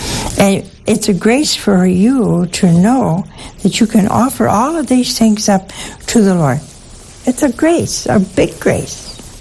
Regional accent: Ohio, United States; born or raised there; moved away

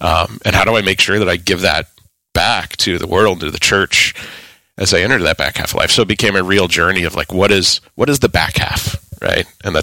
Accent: Granite City, Illinois, United States; my hometown, Granite City, which is right across the river from St. Louis in Illinois. So been there pretty much my whole life. I moved away to a couple of other cities for a few years. Granite City is a steel town.

